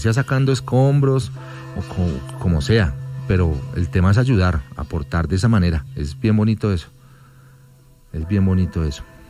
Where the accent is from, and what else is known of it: Colombia